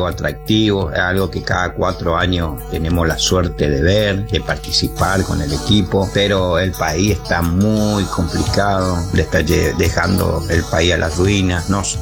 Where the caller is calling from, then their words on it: Argentina; del Barrio Sur.